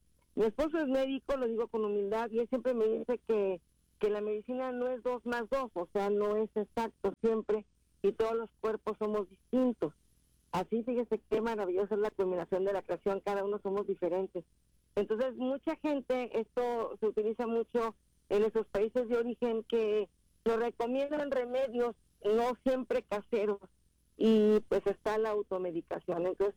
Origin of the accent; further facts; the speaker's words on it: Mexico City, Mexico; now in California, United States; no de la Ciudad de México, que de ahí soy yo. Soy oriunda de la Ciudad de México